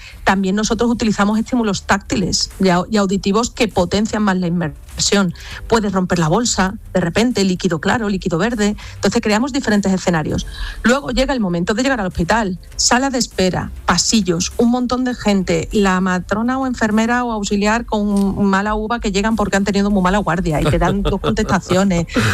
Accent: Andalusia, Spain; Es un orgullo para mí decir que soy andaluza

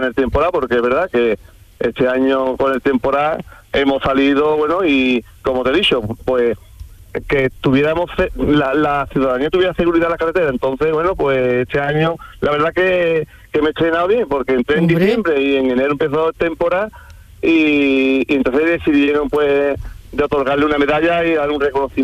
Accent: Medina Sidonia, Andalusia, Spain; yo estoy ahora mismo en Medina Sidonia, que es mi pueblo, un pueblo de Cádiz, un pueblo súper bonito.

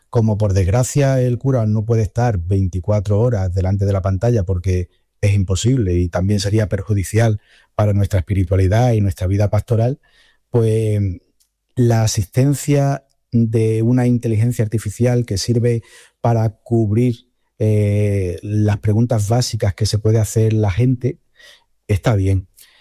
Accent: Lepe, Andalusia, Spain; Mi padre tiene una imprenta en mi pueblo, en Lepe, y yo desde chico pues trasteaba con los ordenadores Apple que él iba soltando

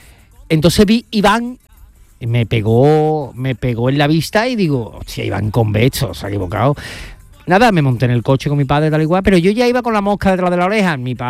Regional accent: Alcalá de Guadaíra, Andalusia, Spain; also born or lived in Seville; Yo nací en el Virgen del Rocío. Uh-huh. Pero bueno, mi residencia está en Alcalá de Guadaira desde pequeño. Soy alcalareño. Sevillano y alcalareño.

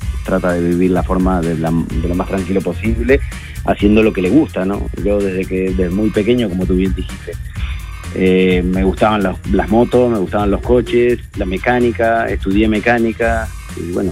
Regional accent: Uruguay; Bueno, el resto de la banda, los chicos son argentinos, uh-huh. Yo soy de Uruguay

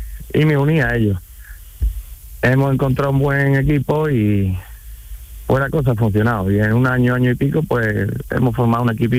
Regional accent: Écija, Andalusia, Spain; Mira, trabajamos para una empresa de Écija. Nosotros somos de Écija.

